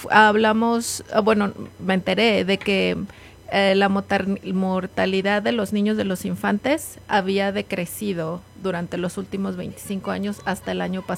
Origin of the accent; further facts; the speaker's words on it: Mexico City, Mexico; moved away; yo nací en la Ciudad de México.